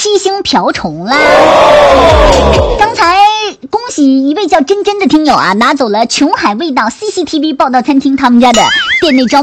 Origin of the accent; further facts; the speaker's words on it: Northeast China, China; now in Hainan, China; 小时候在东北是经常见这玩意儿的